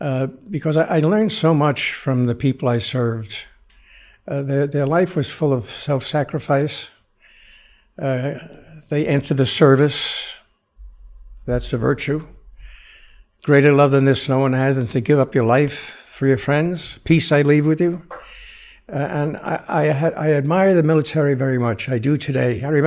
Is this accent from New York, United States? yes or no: yes; New York City, New York, United States; I grew up in the Bronx, and everything revolved around the parish, and the priest was the leader.